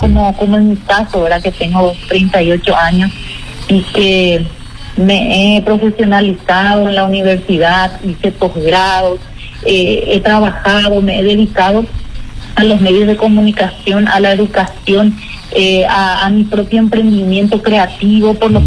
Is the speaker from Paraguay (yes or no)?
yes; Paraguay; como personas, como ciudadanos, y como paraguayo.